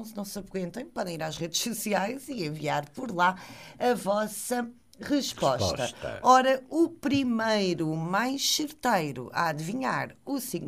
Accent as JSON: {"language": "Portuguese", "town": "Sesimbra", "region": "Setúbal", "country": "Portugal", "accent": "Sesimbra dialect (bombechitês)", "said": "do nosso dialeto aqui de Sesimbra, que gostamos de chamar de bombechitês"}